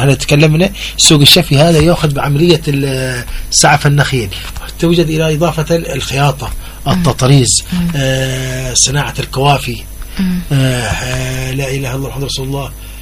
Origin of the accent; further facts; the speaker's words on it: Mukalla, Hadhramaut, Yemen; عندنا في المكلا